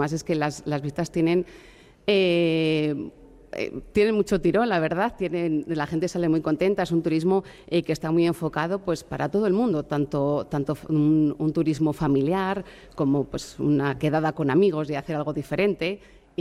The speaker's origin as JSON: {"language": "Spanish", "country": "Spain", "said": "pues como buenos españoles lo consumimos todos los días"}